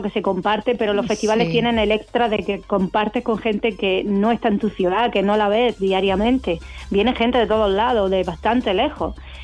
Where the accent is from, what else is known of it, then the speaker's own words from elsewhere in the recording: Almería, Andalusia, Spain; yo estoy aquí en Almería, soy de Almería, sí.